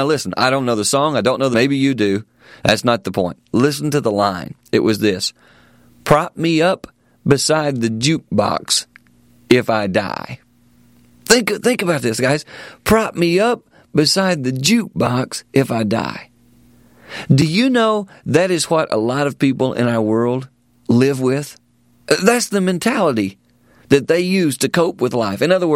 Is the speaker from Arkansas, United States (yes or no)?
no; South Carolina, United States; since I'm from South Carolina, every once in a while I'll stop and listen to a country song